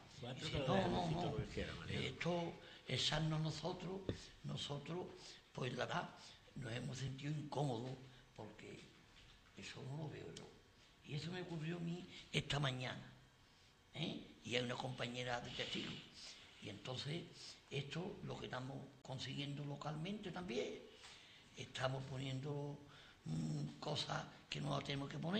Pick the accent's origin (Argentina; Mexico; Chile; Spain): Spain; Sanlúcar de Barrameda, Andalusia